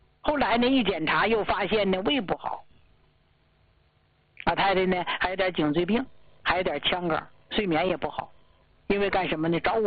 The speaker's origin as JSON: {"language": "Chinese", "region": "Jilin", "country": "China", "said": "咱们家乡，吉林的"}